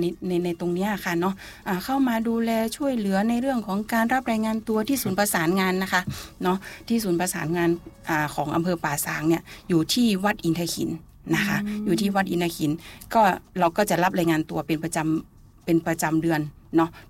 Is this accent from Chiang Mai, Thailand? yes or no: yes; Chiang Mai, Thailand; now in Lamphun, Thailand; เป็นคนเชียงใหม่เจ้า